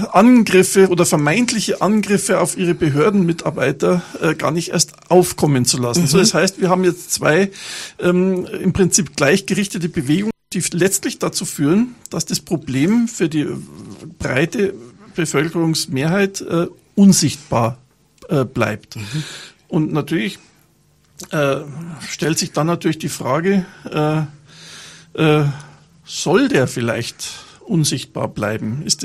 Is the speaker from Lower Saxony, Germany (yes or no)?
no; Bavaria, Germany; born there; weil ich als geborener, gebürtiger Bayer natürlich sowas, solche Erfahrungen nicht mache